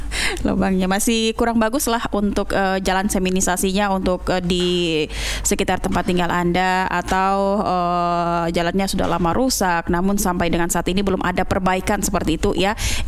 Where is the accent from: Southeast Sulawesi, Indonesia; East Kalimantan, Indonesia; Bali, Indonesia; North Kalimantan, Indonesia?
North Kalimantan, Indonesia; Nunukan; now in Jayapura, Indonesia; Ya, assalamualaikum dari Jayapura, Papua. Lahir besar di Nunukan.